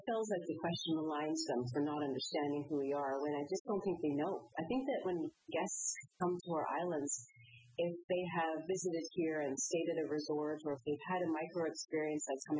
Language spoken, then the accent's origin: English; Georgetown, Ontario, Canada; now in Bermuda; Born and raised in Georgetown, Ontario, Canada. Yes, you hear Canada.